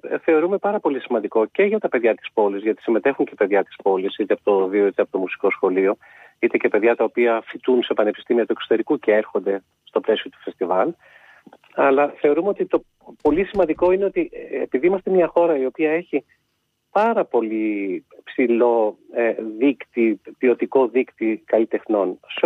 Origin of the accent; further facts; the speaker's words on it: Kalamata, Peloponnese, Greece; και δεν το λέω επειδή είμαι εδώ και επειδή είμαι από την Καλαμάτα